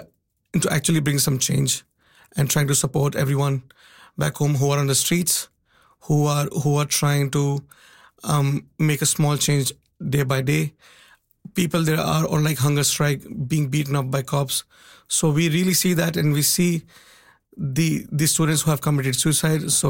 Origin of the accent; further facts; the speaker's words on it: India; now in Vancouver, Canada; Well, we as the Indian diaspora across the world, we wanted to make our voices heard back in India, so that the government has some pressure and they can listen to us. So even though we are like thousands of miles away from home, we still feel for our country people.